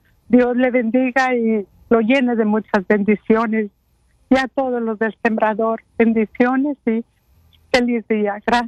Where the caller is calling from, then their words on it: Mira Loma, California, United States; De aquí, de Miraloma, California.